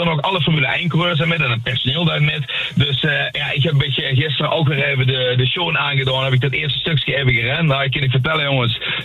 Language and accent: Dutch; Netherlands; En het is natuurlijk ook wel zo dat als Nederlanders, ja, we gaan met z'n allen naar Oostenrijk